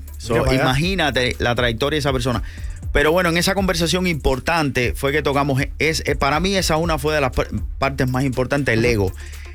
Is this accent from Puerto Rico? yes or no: no; Cuba; now in Tampa, United States; soy cubano